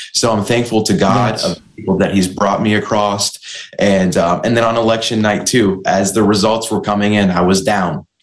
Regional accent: Kentucky, United States; I was born and raised here in Northern Kentucky. I come from a family of servant leaders. My grandparents started a church in the district over 40 years ago.

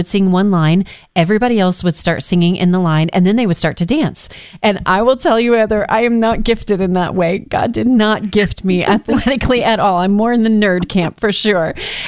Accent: Texas, United States; me growing up in Texas

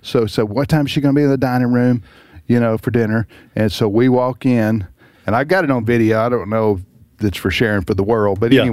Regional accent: Mississippi, United States; and I'm from Mississippi.

